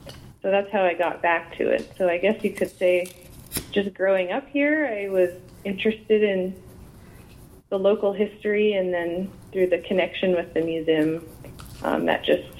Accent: Bozeman, Montana, United States; I grew up in Bozeman and went to MSU, majored in history with a minor in museum studies.

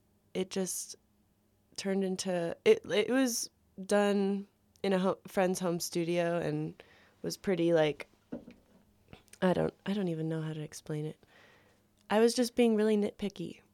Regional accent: Bozeman, Montana, United States; I grew up in Bozeman over on Kelly Canyon Road. Very lucky place to grow up.

